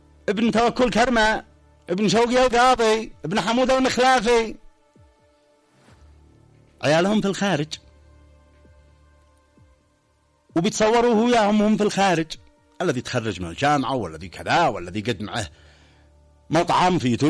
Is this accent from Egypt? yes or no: no; Yemen